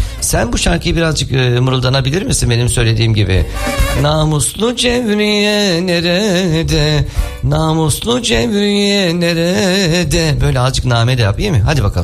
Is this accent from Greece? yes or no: yes; Eastern Macedonia and Thrace, Greece; Bizim burada Yunanistan'da Trakya bölgesinde çok meşhur Salyaga.